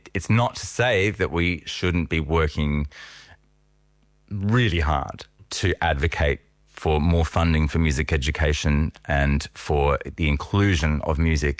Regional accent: Australia

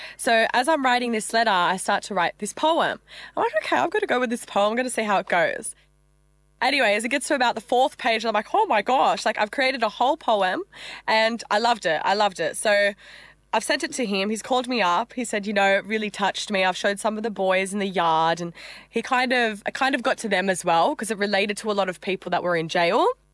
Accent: Australia

